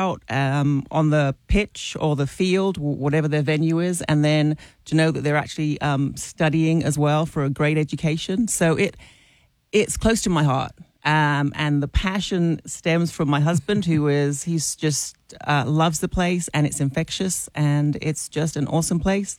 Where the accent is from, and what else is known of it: London, United Kingdom; moved away as an adult; now in Arkansas, United States